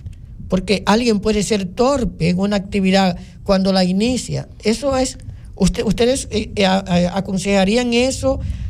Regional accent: Barahona, Dominican Republic; Y yo salí de Barahona y la no veo en Santo Domingo.

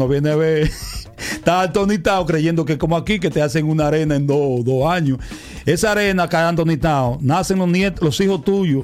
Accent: Dominican Republic; moved away; nosotros como dominicanos

